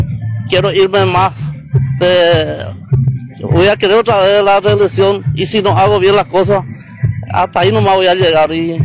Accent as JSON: {"language": "Spanish", "town": "Pacheco", "region": "Paraguarí", "country": "Paraguay", "tie": "born or raised there", "said": "Yo soy oriundo de Pacheco."}